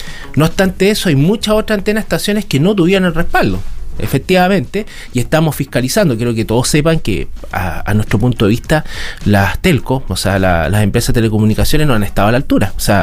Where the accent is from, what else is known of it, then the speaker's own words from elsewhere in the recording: Punitaqui, Coquimbo, Chile; also born or lived in Ovalle; Soy abellino, pero me crié en Punitaqui. Tuve unos años muy lindos en Punitaqui.